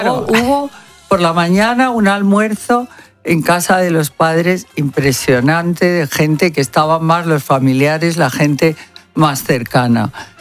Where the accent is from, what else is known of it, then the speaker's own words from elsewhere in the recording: Spain; cómo no lo voy a ver si soy española a muerte